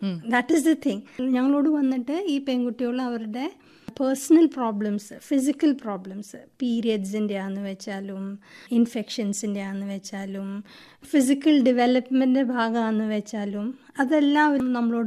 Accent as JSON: {"language": "Malayalam", "region": "Gujarat", "country": "India", "tie": "born or raised there", "said": "ഞാൻ ജനിച്ച് വളർന്നത് ഗുജറാത്തിലാണ്."}